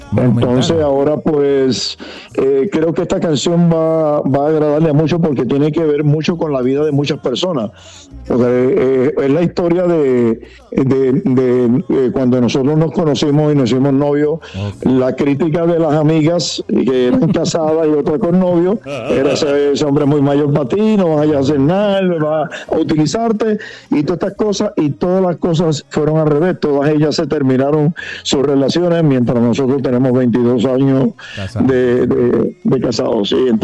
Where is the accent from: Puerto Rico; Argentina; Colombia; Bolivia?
Puerto Rico; Guayama; moved away; Por los años que yo me crié allá en Guayama, Puerto Rico.